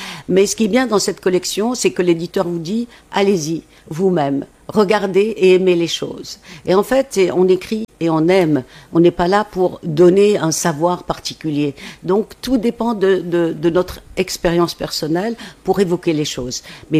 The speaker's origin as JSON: {"language": "French", "town": "Tunis", "region": "Tunis Governorate", "country": "Tunisia", "moved": "as an adult", "said": "Je suis partie de Tunis après mes études à la faculté."}